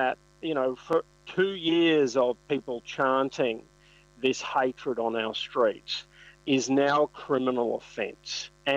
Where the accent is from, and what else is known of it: Australia